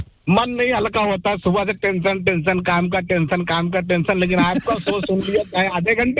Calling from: Prayagraj, Uttar Pradesh, India; मैं यूपी से बिलोंग करता हूँ, प्रयागराज से।

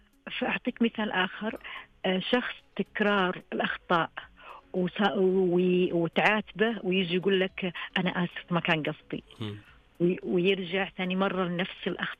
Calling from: Tabuk, Tabuk Province, Saudi Arabia

